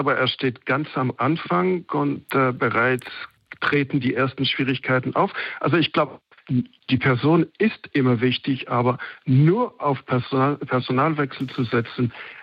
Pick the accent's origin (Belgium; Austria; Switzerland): Switzerland; als Schweizer und als Nicht-Christdemokrat